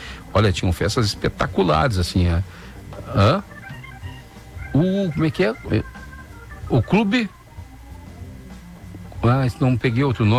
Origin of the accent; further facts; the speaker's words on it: Porto Alegre, Rio Grande do Sul, Brazil; Eu sou da Zona Sul de Porto Alegre. Aqui na bairro Cristal, Camaquã, Tristeza, essa região cavalhada que eu me criei